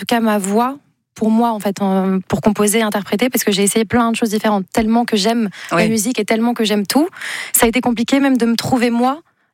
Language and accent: French; Nice, Provence-Alpes-Côte d'Azur, France; now in Paris, France; qui ai quitté ma ville natale Nice pour m'installer à Paris, ah. Pour tenter d'être artiste, de réaliser mon rêve.